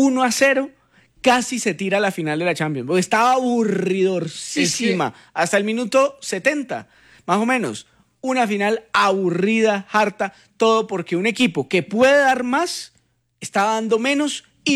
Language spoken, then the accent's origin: Spanish; Colombia; a nosotros como colombianos